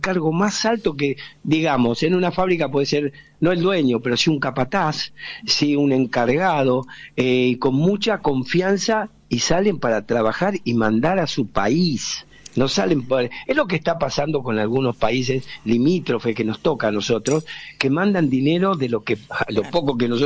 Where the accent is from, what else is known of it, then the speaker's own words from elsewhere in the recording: Argentina; Somos argentinos, pero hidalgamente yo le digo